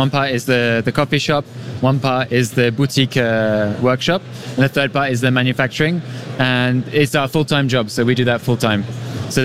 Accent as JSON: {"language": "English", "country": "France", "second_language": "English"}